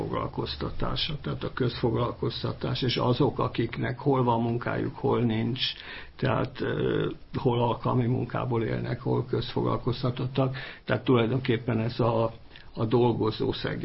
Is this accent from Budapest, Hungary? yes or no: yes; Budapest, Hungary; Ide 8. kerületben születtem, ott élek azóta is, és ilyen nagy józsefvárosi lokálpatrióta vagyok.